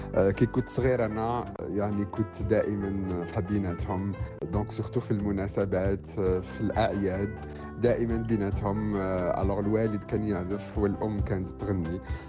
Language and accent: Arabic; Algeria; also born or lived in Tunisia; فنان مؤدي جزائري ومقدم برامج.